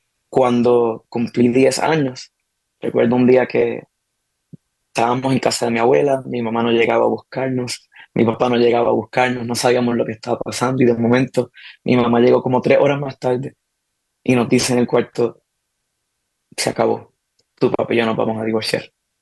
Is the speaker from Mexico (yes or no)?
no; San Lorenzo, Puerto Rico; now in Orlando, United States; yo soy puertorriqueño, aunque vivo aquí en Orlando, Florida. Soy puertorriqueño y me crié allá en el pueblo de San Lorenzo, en Puerto Rico. Y me crié dentro de una familia cristiana. Me crié en la iglesia.